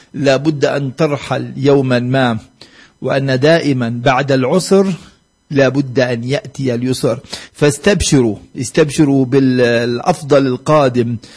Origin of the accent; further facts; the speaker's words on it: West Bank, Palestine; عندنا احنا في الضفة الغربية